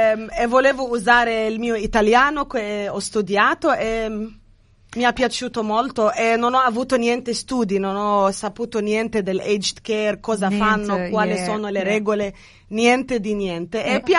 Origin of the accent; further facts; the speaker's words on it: Cairo, Cairo Governorate, Egypt; Italian is a second language; moved away as an adult; now in Australia; Sono egiziana, vengo dal Cairo.